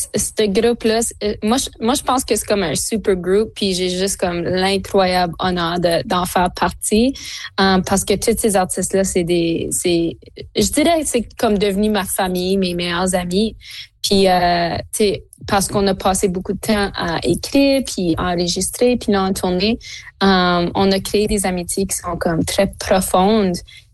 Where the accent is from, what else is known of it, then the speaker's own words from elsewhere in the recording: Sudbury, Ontario, Canada; Parce que je viens de Sudbury